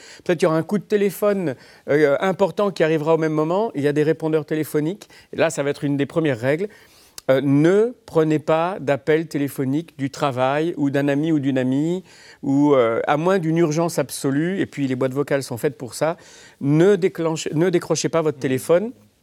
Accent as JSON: {"language": "French", "country": "France"}